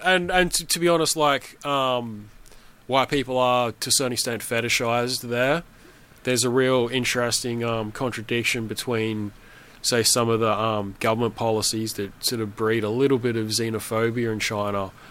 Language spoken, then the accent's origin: English; Brisbane, Queensland, Australia; I'm a punk from Brisbane. So I like to think I rebel against that sort of stuff.